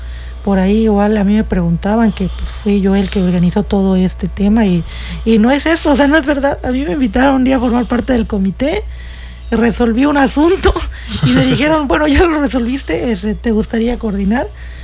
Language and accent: Spanish; Yucatán, Mexico; also born or lived in Chetumal, Quintana Roo; now in Quintana Roo, Mexico; a pesar de que soy de Quintana Roo y Chetumal, y mi familia parte de Cancún, yo nunca crecí aquí, yo crecí en Yucatán.